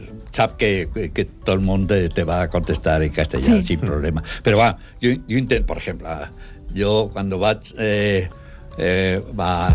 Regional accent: Madrid, Community of Madrid, Spain; Catalan is a second language; moved away as an adult; now in Segur de Calafell, Spain; Jo soc de Madrid, tinc 77 anys, estic casat con un català.

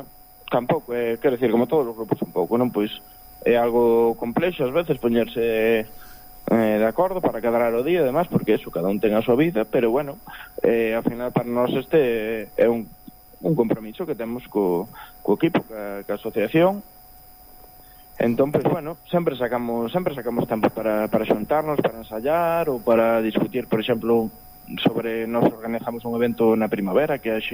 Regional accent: Ibias, Asturias, Spain; now in Begonte, Spain; Sí, bueno, a ver, eu ser son de Ibias, de cerca de San Carlos, da parte de Asturias, pero bueno, vivo aquí cerca en Begonte, sí.

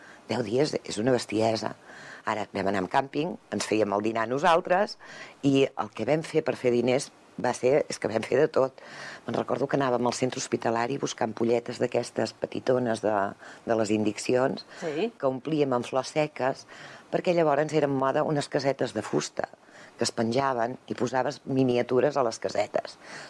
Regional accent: Catalonia, Spain; born there; also born or lived in Banyoles; jo recordo la meva infantesa, adolescència, a Banyoles. Nosaltres teníem una caravana i vivia tot l'any a Banyoles.

